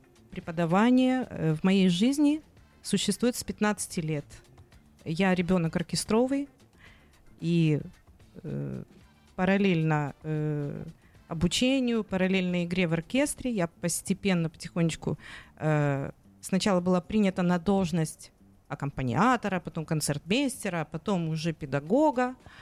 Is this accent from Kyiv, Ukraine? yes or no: yes; Kyiv, Ukraine; moved away as an adult; now in Israel; Да, я киевлянка, родилась в Киеве.